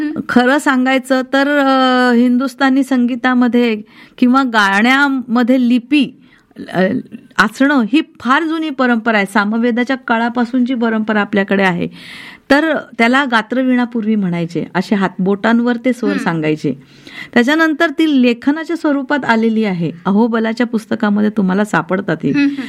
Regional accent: Maharashtra, India; तर मग मी आहे मूळची तिथलीच.

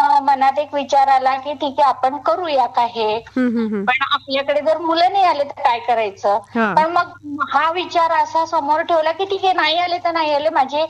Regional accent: Akola, Maharashtra, India; also born or lived in Mumbai; मी मूळची अकोल्याचीच आहे, माझं माहेर सासर सगळं अकोल्याचंच आहे. मी मध्यंतरी काही कालावधी मुंबईला होती, त्यानंतर परत अकोल्याला आलेली आहे.

